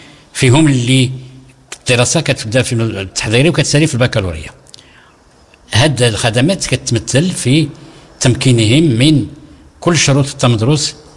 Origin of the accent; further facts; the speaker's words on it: Morocco